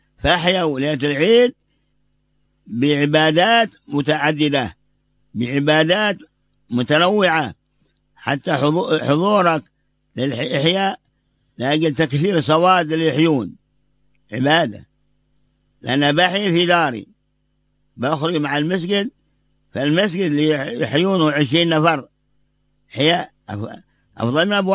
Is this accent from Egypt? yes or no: no; Tarim, Hadramaut, Yemen; المتقدمون عندنا في حضرموت بل في تريم